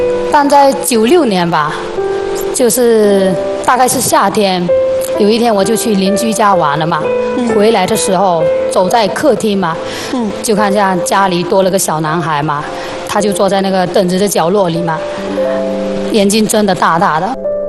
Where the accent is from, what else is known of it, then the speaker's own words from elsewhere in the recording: Fujian, China; 我们是来自福建的，